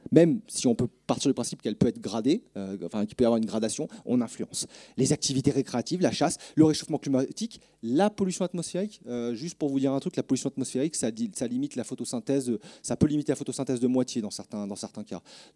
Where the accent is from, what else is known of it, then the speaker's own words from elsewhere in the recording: Lyon, Auvergne-Rhône-Alpes, France; Enfin, moi, je suis du Rhône à la base, hein, de Lyon, Grenoble juste à côté.